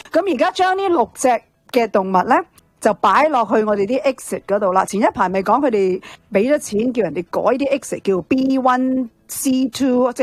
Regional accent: Canada; 原来在背后呢我们加拿大人曾经在医院那里是在不知情的情况之下跟某一些的原住民是做了绝育手术

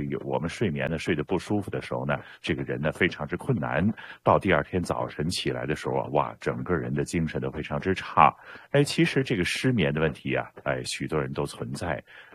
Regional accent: Canada

